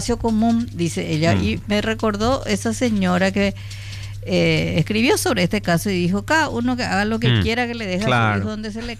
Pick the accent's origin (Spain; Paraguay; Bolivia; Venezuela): Paraguay; cómo somos los paraguayos.